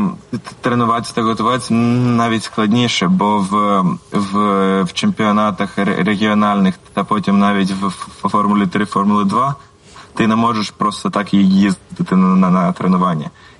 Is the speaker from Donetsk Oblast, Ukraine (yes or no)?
no; Kyiv, Ukraine; born there; Я народився в Києві